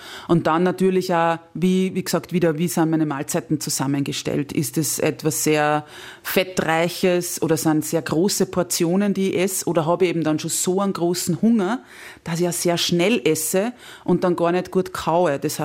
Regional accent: Lower Austria, Austria; Oder nicht gescheit gegessen, wie man bei uns in Niederösterreich sagt.

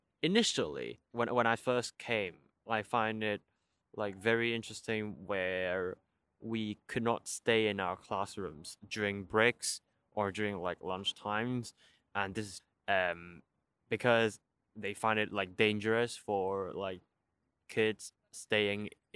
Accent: Hong Kong; English is a second language; now in United Kingdom; I'm from Hong Kong, and Hong Kong has a subtropical climate, which means it's quite hot in both summer times and winter times.

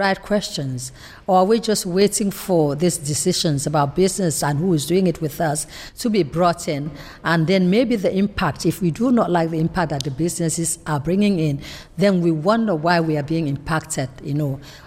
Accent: Nigeria; I even say Nigeria because I'm Nigerian.

